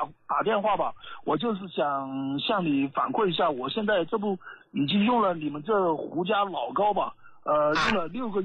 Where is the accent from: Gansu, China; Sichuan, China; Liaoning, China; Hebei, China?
Sichuan, China; Mianyang; 以前在我们这，因为我是四川绵阳这边的朋友，在我们绵阳这边中心医院，我也治疗过很多次。